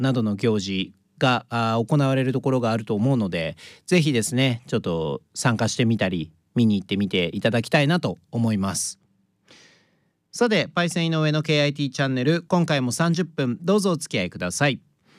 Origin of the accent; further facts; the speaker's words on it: Toyama, Japan; 私の地元富山県では熱送りと言っている地域がありまして